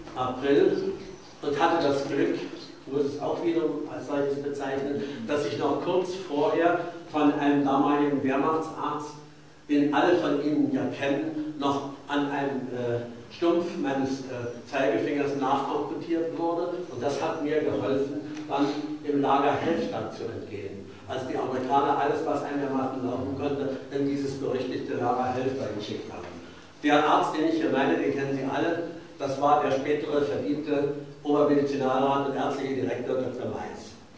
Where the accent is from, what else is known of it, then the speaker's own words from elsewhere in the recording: Königsberg, Kaliningrad Oblast, Russia; Ich hatte 1943 in Königsberg, meiner Heimatstadt, das Abitur gemacht